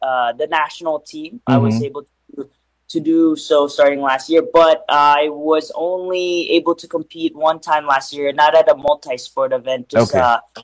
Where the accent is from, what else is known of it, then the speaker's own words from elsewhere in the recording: Philippines; being able to represent my home country